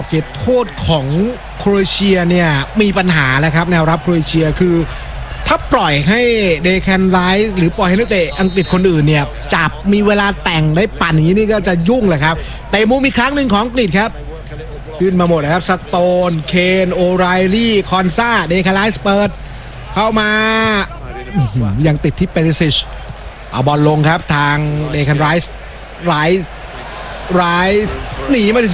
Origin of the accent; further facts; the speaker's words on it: Bangkok, Thailand; born there; เหมือนจริงๆผมเกิดโรงพยาบาลศิริราชเกิดที่โรงพยาบาลศิริราช